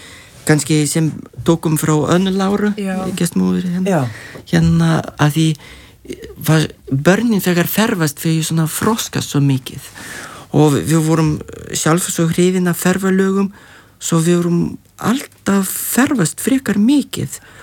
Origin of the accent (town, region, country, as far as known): Lithuania; born or raised there; Icelandic is a second language; now in Iceland